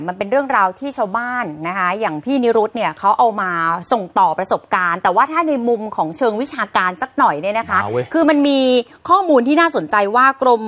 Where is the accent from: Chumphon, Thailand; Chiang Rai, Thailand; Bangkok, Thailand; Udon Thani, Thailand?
Bangkok, Thailand; born there; ดิฉันเกิดที่กรุงเทพแม่ฉันคนโคราช